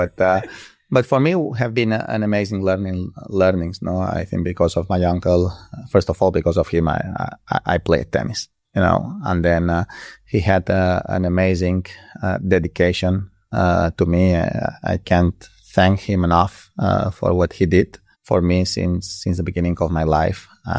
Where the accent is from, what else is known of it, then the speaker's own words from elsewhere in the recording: Mallorca, Balearic Islands, Spain; we are from Mallorca. We are a small island. Well, not that small, but and we are from a village now.